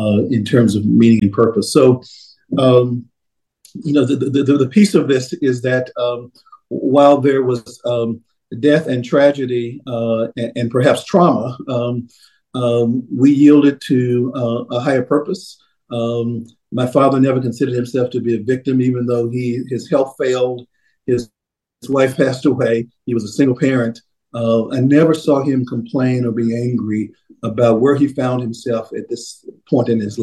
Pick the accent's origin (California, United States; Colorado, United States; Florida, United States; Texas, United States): Texas, United States; Dallas; born or raised there